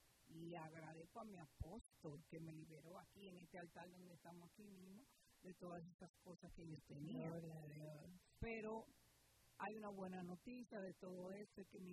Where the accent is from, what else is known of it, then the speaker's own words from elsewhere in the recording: Dominican Republic; Mi padre tenía un colmado, una bodega, no sé cómo lo dicen en su país, pero en mi país dominicana le dicen colmado.